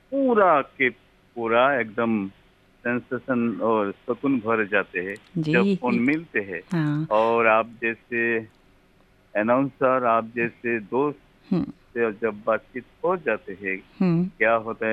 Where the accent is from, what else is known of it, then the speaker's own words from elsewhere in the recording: Ramkrishna Nagar, Assam, India; मेरा गांव का नाम है रामकृष्ण नगर, डिस्ट्रिक्ट है श्री भूमि, असम से तालुकात है, है ना?